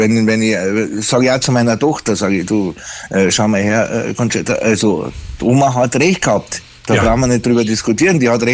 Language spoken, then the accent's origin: German; Germany; born there; ich fühle mich natürlich, dass ich hier schon lange Jahre lebe und hier geboren bin, eher als mehr Deutsch als wie Italiener.